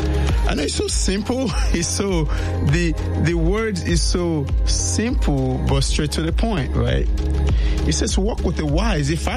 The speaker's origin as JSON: {"language": "English", "country": "Nigeria", "tie": "born or raised there", "second_language": "English", "said": "And I will say, actually, very growing up in Nigeria, from a Yoruba group, I'm a Yoruba person."}